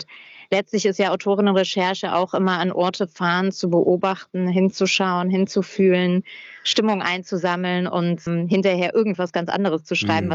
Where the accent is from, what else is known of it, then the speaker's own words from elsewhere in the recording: Hermeskeil, Rhineland-Palatinate, Germany; born there; Ich trete dann, wenn überhaupt, wahrscheinlich Hermeskeil meinem Geburtsort nahe.